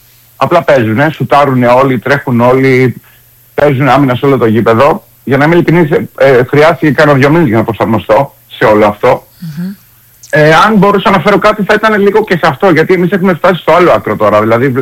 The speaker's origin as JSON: {"language": "Greek", "country": "Greece", "also_born_or_lived": "Italy", "moved": "as an adult"}